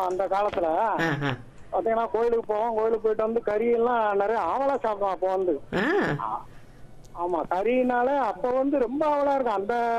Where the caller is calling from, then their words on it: Virudhunagar district, Tamil Nadu, India; விருதுநகர் மாவட்டம் சாத்தூர் வட்டம் சிந்தப்பள்ளி கிராமத்துல இருந்து பேசுறேன்.